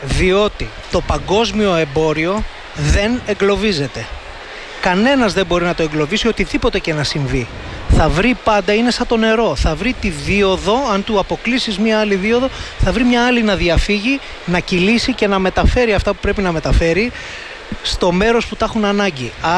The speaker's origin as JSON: {"language": "Greek", "country": "Greece", "said": "είμαστε υπερήφανοι που είμαστε Έλληνες"}